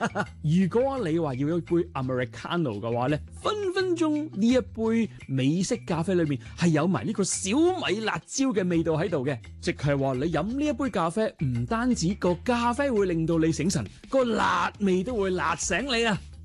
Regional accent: Hong Kong; 咁呢啲都係对我哋香港人嚟讲好容易接受嘅嘢。

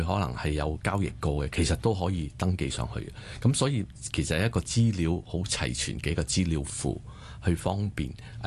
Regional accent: Hong Kong

